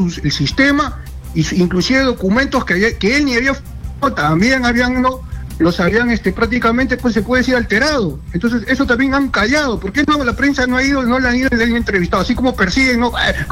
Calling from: Lima, Peru; acá también en Lima

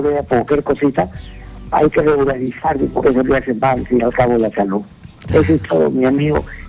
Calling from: Talara, Piura, Peru; yo soy de Talara, pero me encuentro en Paita, de visita

